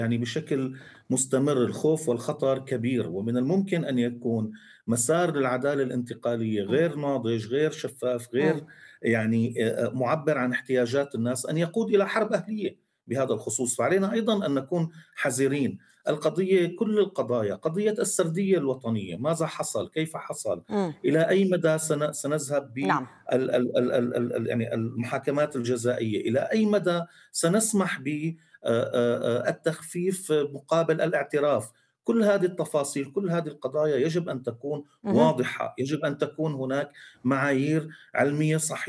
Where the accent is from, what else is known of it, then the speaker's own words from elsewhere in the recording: Syria; عنا كسوريين وكضحايا ايضا، نحن يعني ضحايا بالنهايه.